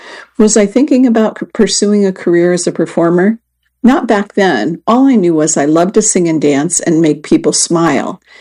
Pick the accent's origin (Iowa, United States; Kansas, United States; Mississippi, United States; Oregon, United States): Mississippi, United States; Purvis; I grew up in Purvis, Mississippi, on 20 acres near my mom's parents, Nanny and Papa.